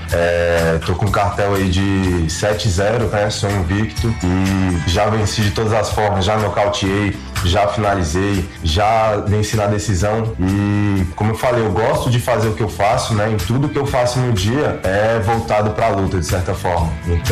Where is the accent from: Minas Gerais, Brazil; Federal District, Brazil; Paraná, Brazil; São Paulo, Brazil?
Federal District, Brazil; Ceilândia; now in Taguatinga, Brazil; Eu nasci aqui no... Na verdade, fui criado na Ceilândia, né? Atualmente resido em Taguatinga.